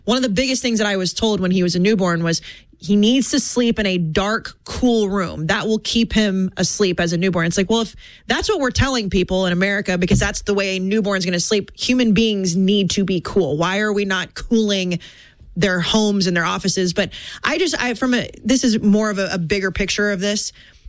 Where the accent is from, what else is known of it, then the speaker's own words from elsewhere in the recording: Texas, United States; I grew up in Texas, so I'm a Buc-ee's girl.